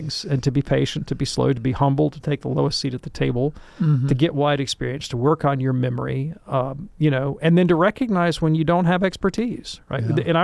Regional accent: Alabama, United States

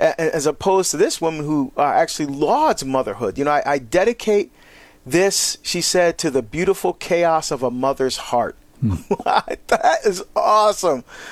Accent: Barbados; born there; you know, we're from Barbados. That's where I was born, but she went to nursing school in England.

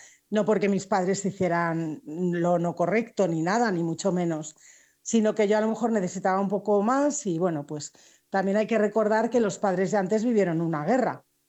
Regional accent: Spain; born there; yo nací en una familia muy católica en España, como podéis ver por mi acento, en el año 64.

